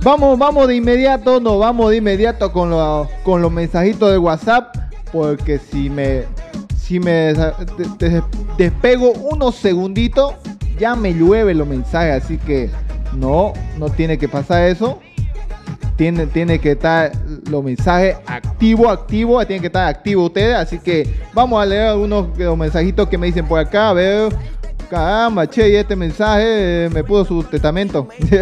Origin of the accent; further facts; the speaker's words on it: Santa Cruz de la Sierra, Santa Cruz, Bolivia; yo no soy pues de Cochabamba, pues yo soy de aquí, Santa Cruz.